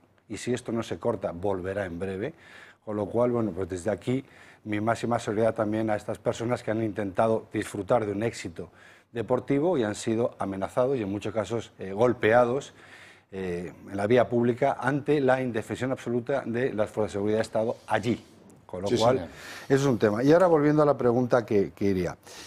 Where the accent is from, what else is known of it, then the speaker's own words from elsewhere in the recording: Bilbao, Basque Country, Spain; De mi tierra, en concreto en Bilbao, que hemos visto unas escenas